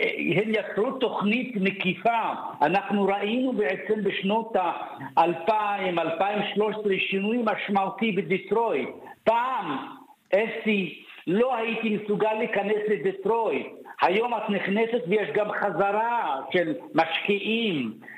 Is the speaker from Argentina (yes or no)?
no; Canada; אני למען הגילוי הנאות, אני גם קנדי